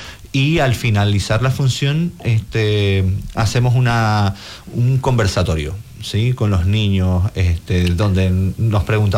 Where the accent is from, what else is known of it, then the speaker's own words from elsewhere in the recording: Venezuela; now in Coyhaique, Chile; yo soy de Venezuela